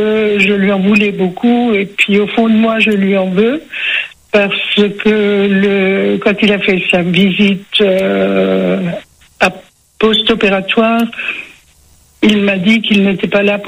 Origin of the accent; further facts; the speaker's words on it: Strasbourg, Grand Est, France; moved away; À la campagne, enfin, mais je suis originaire de Strasbourg